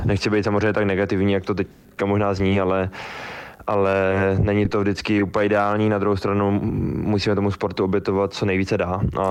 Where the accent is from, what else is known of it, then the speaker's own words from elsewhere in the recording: Boží Dar, Karlovy Vary Region, Czechia; jak se říká, všude dobře a doma nejlíp a u nás na Božím daru ty tratě jsou skvělý, takže já to tam absolutně miluju a tam se mi vždycky lyže nejlíp